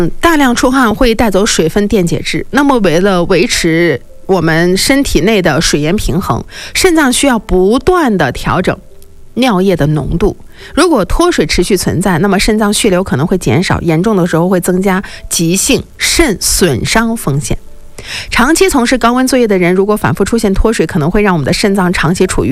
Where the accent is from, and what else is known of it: Inner Mongolia, China; born or raised there